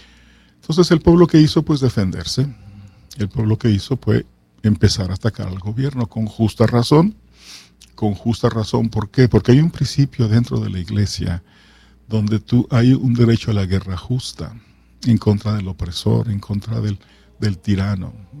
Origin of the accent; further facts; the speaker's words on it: Guadalajara, Jalisco, Mexico; Ahí en Guadalajara, de donde yo soy, el padre Galván, su templo donde fue asesinado afuera del templo